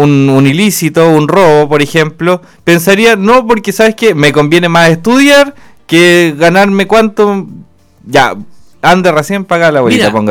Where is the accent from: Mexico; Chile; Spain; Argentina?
Chile; ¿cómo no vamos a poder reformar las cosas que realmente nos afectan como chilenos, pues?